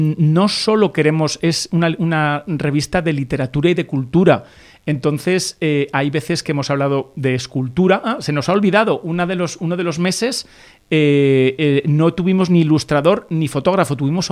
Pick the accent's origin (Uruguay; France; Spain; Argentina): Spain; Aragon; yo soy aragonés.